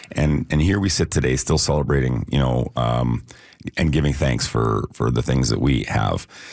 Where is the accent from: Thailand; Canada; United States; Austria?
Canada; Winnipeg, Manitoba; born there; now in Calgary, Canada; I'm happy that I was born in Winnipeg. I'm happy that I moved west to Calgary.